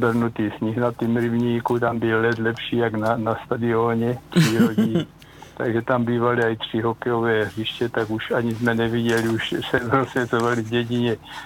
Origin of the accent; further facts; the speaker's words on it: Milotice, South Moravian Region, Czechia; moved away as an adult; now in Kyjov, Czech Republic; já jsem se narodil od Kyjova 7 kilometrů v Mihotici, je tam krásný zámek, pěkný rybník, kde bývalo v létě obležené aj Kyjoviáka, protože tady neměli koupaliště.